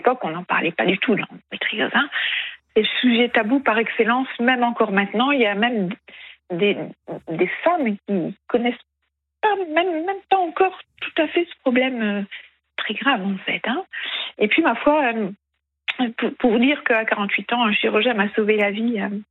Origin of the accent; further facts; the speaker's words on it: Hauts-de-France, France; Je suis native du Pas-de-Calais